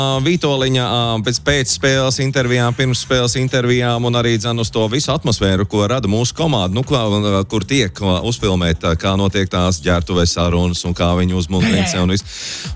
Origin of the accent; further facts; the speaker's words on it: Ķekava, Ķekava Municipality, Latvia; Es esmu no Ķekavas un es atceros, masu puika būdams, es zināju, ka sarkanais Ikarus piebrauc